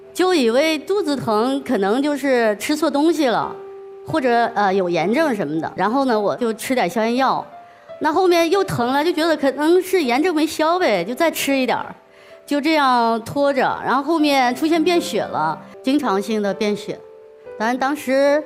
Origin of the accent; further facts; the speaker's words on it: Northeast China, China; 我是东北人嘛